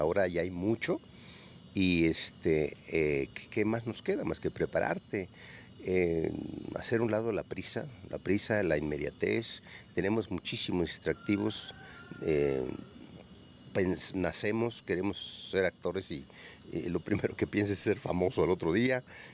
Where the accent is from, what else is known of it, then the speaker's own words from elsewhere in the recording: Guerrero, Mexico; Entonces, en mi caso como guerrerense, además me considero como guerrerense echado para adelante, como trabajador, con mucho esfuerzo, todo lo que somos los guerrerenses